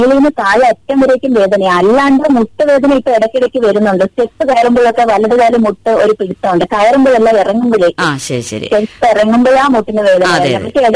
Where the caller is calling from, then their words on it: Thiruvananthapuram, Kerala, India; തിരുവനന്തപുരത്തു നിന്നാണ്.